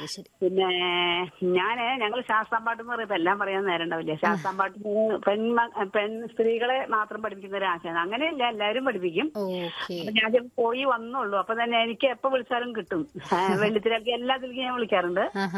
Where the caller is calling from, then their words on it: Chalakudy, Kerala, India; ഞാൻ ചാലക്കുടി അടുത്ത് ഡിവൈൻ നഗർ കേട്ടിട്ടുണ്ടോ? മുരിങ്ങൂർ